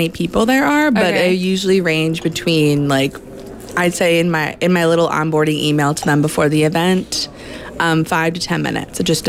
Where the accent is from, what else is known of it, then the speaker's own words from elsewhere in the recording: Chicago, Illinois, United States; accent: Chicago; My Chicago accent often comes out while I'm doing it.